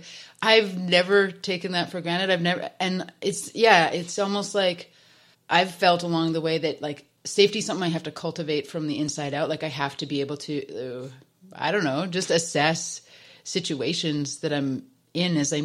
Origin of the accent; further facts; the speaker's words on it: Alberta, Canada; but I grew up in Alberta